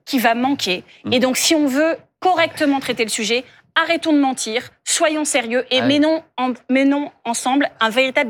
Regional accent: Saint-Omer, Hauts-de-France, France

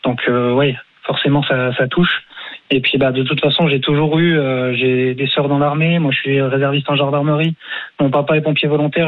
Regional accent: Mont-de-Marsan, Nouvelle-Aquitaine, France; now in Haute-Savoie, France; moi je suis originaire de Mont-de-Marsan, donc mon papa était pompier volontaire

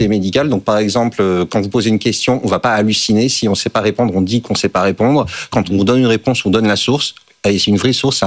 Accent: Bordeaux, Nouvelle-Aquitaine, France; Et notamment à Bordeaux, puisqu'on est bordelais, on a notre siège à Bordeaux.

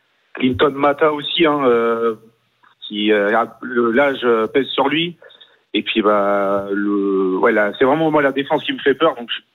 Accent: Nantes, Pays de la Loire, France; Moi, en fait, je suis pas de Lyon même, je suis de Nantes

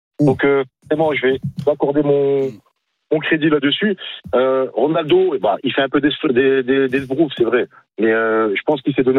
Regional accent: Marseille, Provence-Alpes-Côte d'Azur, France; Et puis, moi, je suis marseillais. On sait très bien que nous, jouant aux deux clubs de là-bas, on peut se prendre une petite gifle.

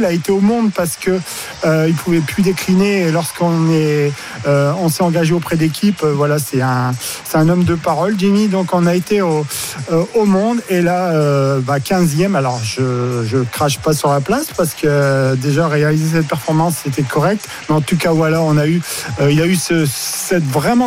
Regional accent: Hauts-de-France, France; Oui bah vous savez nous sommes du Nord donc

